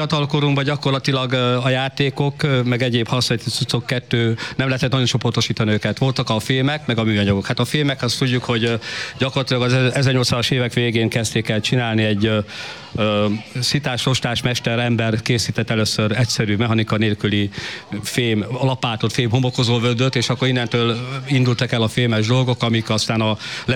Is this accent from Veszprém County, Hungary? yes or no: yes; Adásztevel, Veszprém County, Hungary; én faluról származom, Adászteverről